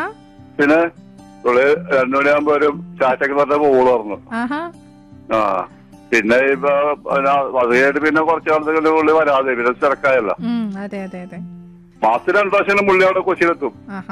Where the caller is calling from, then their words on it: Kochi, Kerala, India; ഞാനിപ്പോ താമസിക്കുന്നത് സൗത്തില്. എറണാകുളം ഇതില്ല, കർഷക റോഡില്ല, സൗത്ത് റെയിൽവേ സ്റ്റേഷൻ്റെ അടുത്ത്.